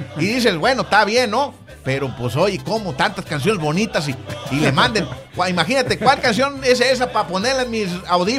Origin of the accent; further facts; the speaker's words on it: Mexico; Somos carrilla los mexicanos